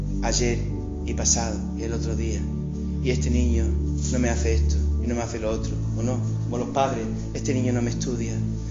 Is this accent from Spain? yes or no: yes; Spain; por ser españoles, por tener nuestra cultura, nuestra mentalidad, nuestra interpretación.